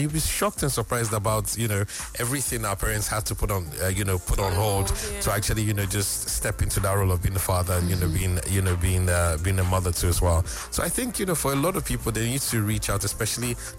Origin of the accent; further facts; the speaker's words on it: Edo, Nigeria; I'm from Edo actually